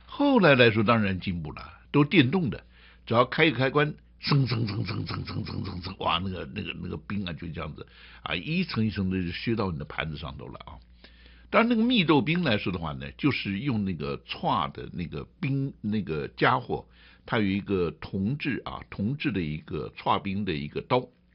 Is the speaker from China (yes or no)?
no; Taipei, Taiwan; born there; 我从小最爱吃的就是在台湾大学侧门对面的台一啊，台一牛乳大王。那是我小学大概三四年级就开始在那边吃啊。